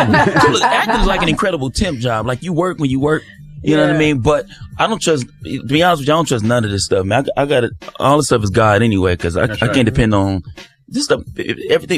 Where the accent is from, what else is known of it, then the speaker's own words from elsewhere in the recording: Los Angeles, California, United States; LA. I'm from South Central LA.